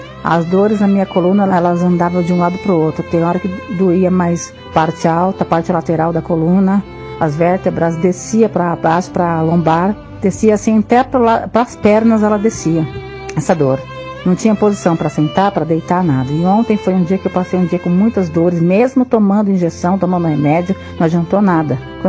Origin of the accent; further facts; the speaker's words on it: São Paulo, Brazil; A paz do Senhor … eu sou aqui do ABC.